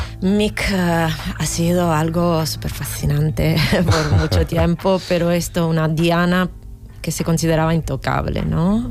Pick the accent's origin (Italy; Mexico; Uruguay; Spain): Italy; Spanish is a second language; moved away; yo soy italiana, entonces utilizaré ejemplos italianos.